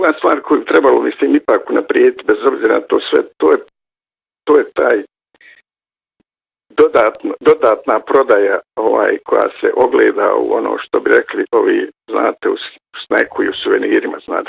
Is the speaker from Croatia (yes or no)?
no; Herzegovina, Bosnia & Herzegovina; oko postojini kršu kod nas u Hercegovini, to su van dva svjetska hotspota za biodiverzitet